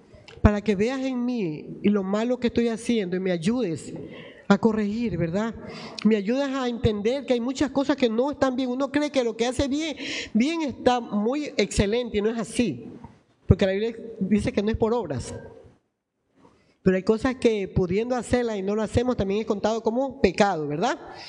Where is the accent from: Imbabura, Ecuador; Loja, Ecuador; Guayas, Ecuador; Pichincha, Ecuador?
Guayas, Ecuador; Guayaquil; born there